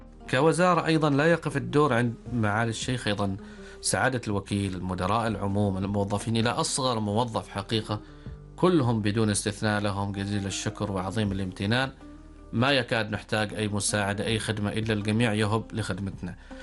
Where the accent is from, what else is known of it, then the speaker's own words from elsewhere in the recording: Nizwa, Ad Dakhiliyah, Oman; احنا في النهاية وإن كنا من أهالي حارة لكننا في النهاية عمانيين